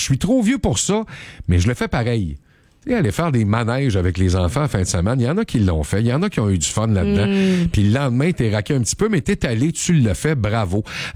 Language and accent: French; Quebec, Canada; Bon, je viens de l'Outaouais. Quel âge que t'as? 59.